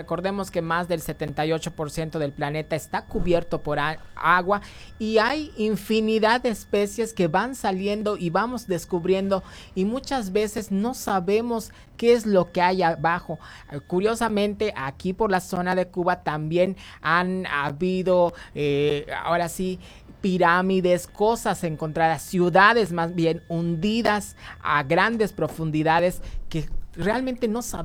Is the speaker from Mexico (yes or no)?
yes; Yucatán, Mexico; nosotros lo que sí nos caracteriza como buenos yucatecos